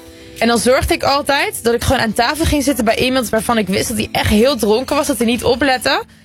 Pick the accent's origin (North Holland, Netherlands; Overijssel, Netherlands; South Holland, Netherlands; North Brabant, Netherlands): North Brabant, Netherlands; Eindhoven; ik ben dan opgegroeid in Eindhoven